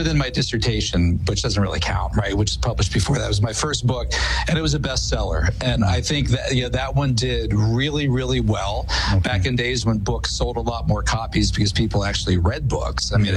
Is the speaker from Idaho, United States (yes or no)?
no; Butler, Pennsylvania, United States; my hometown of Butler, Pennsylvania.